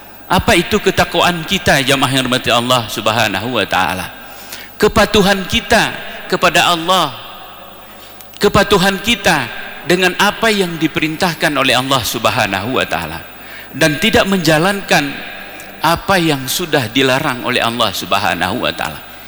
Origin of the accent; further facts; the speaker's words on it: Aceh, Indonesia; Dan itu ada pada kita orang Gayu, orang yang ada di Aceh Tengah ini